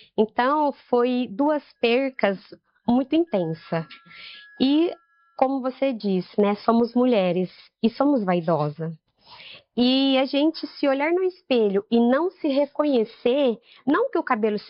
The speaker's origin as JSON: {"language": "Portuguese", "town": "Barretos", "region": "São Paulo", "country": "Brazil", "said": "tenho 43 anos, sou daqui de Barretos mesmo."}